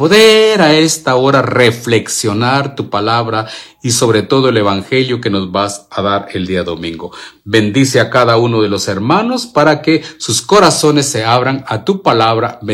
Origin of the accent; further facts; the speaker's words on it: Guatemala; de la parroquia de Santiago Zacatepeques de Guatemala. Soy de Guatemala.